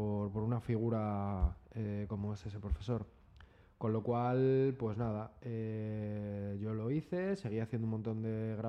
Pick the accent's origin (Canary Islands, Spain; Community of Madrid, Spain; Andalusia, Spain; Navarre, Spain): Community of Madrid, Spain; Madrid; also born or lived in Majadahonda / Boadilla del Monte; O sea, bueno, yo nací en Usera, pero